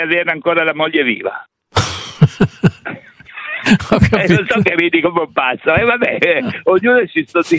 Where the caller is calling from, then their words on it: Cuneo, Piedmont, Italy; io non sono di Pescara, sono di Cuneo